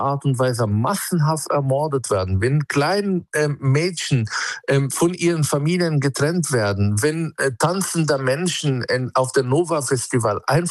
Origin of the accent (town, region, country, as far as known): Palestine